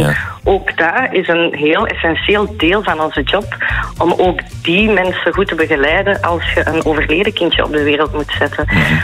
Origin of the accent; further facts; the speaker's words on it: Flanders, Belgium; now in Ostend, Belgium; ik ben uit de Kempen afkomstig en ik ben verhuisd naar Oostende om daar vroedvrouw te zijn